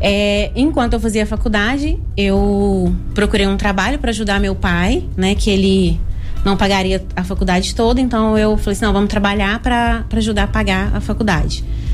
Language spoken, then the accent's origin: Portuguese; Ipiranga de Goiás, Goiás, Brazil; moved away as an adult; also born or lived in Ceres, Goiás; now in Goiânia, Brazil; Eu nasci em Séries, fui criada no interior, né? Lá chama Ipiranga de Goiás, é bem perto daqui também, 200 quilômetros